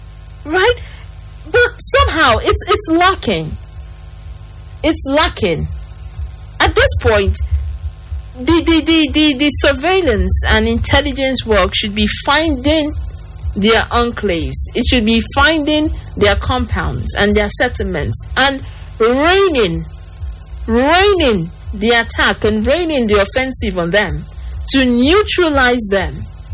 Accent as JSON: {"language": "English", "country": "Nigeria", "said": "as a Nigerian"}